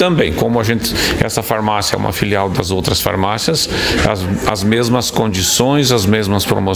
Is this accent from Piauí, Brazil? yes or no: no; Videira, Santa Catarina, Brazil; Então, a gente é de Videira, nós somos daqui e nada mais justo do que a gente trazer uma farmácia para esta localidade.